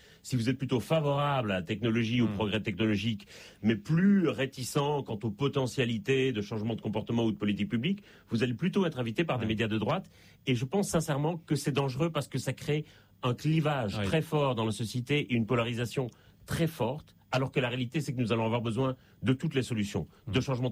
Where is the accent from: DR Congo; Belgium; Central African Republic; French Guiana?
Belgium; now in Paris, France; ça s'entend un peu d'ailleurs à mon accent, je suis en Belgique et je ne suis pas né en France, même si j'habite